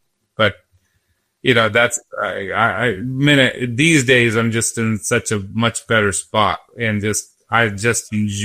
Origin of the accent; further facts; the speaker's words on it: St. Louis, Missouri, United States; moved away as an adult; I grew up in St. Louis and spent the first 42 years of my life.